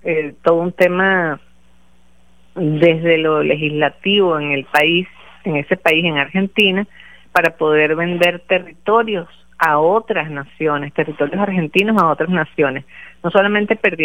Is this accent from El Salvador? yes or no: no; Venezuela; las que vivimos aquí en Venezuela